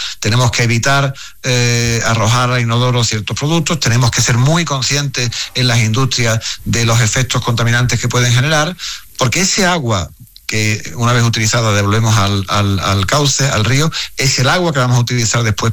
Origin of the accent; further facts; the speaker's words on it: Spain; no somos conscientes los españoles del agua que nos sale por el grifo, no somos conscientes de la calidad del agua que sale por el grifo